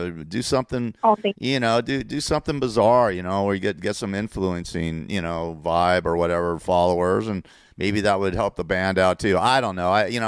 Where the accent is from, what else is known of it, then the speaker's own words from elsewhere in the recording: Los Angeles, California, United States; I grew up on the Sunset Strip.